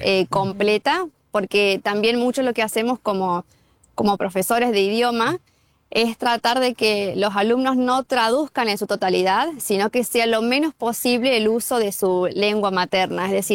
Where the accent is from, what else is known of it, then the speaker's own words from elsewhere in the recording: Villa Mercedes, San Luis, Argentina; Para mí es un honor y un orgullo haber nacido y crecido en esta ciudad. Nunca había tomado un avión siquiera a otro lugar y, bueno, conocer Estados Unidos fue increíble, pero siempre un lugar en mi corazón guardaba para Villa Mercedes.